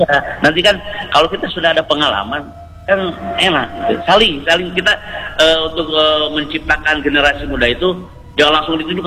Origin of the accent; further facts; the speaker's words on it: West Java, Indonesia; born there; masyarakat umumnya Jawa Barat, khususnya yang ada di kampung saya ya.